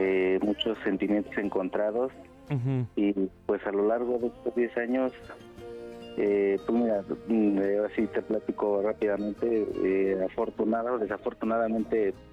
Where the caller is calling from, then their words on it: Coacalco, State of Mexico, Mexico; Hablo de aquí, de Coacalco, Estado de México